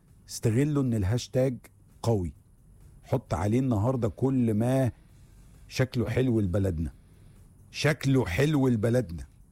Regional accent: Egypt

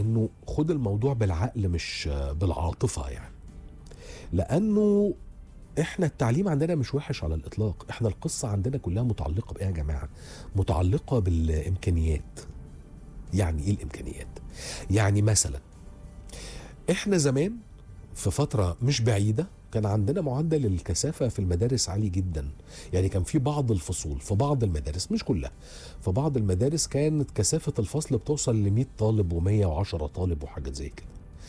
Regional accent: Egypt; لينا كمصريين،

